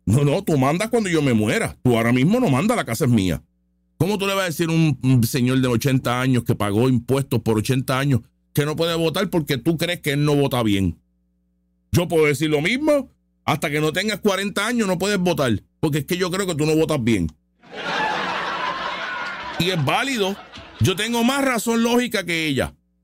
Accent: Puerto Rico; Puerto Rico es 135, es pequeño. Y nosotros tenemos una calidad de vida de país grande porque somos parte de Estados Unidos.

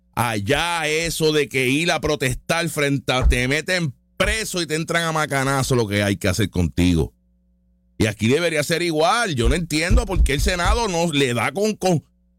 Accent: Puerto Rico

